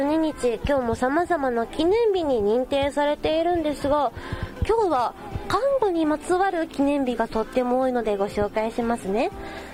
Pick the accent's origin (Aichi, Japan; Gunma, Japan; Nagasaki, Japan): Aichi, Japan; 私も愛知県出身なので